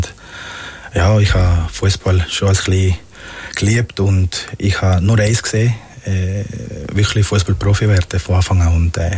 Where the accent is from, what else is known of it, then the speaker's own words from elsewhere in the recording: Magdalena, Colombia; now in Switzerland; ich bin auch ganz am Strand mit meinen Grosseltern aufgewachsen, in Parque Tayrona heisst es.